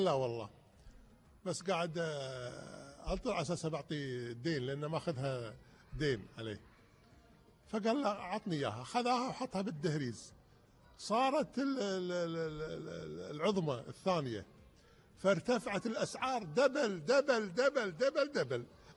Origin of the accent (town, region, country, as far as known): Kuwait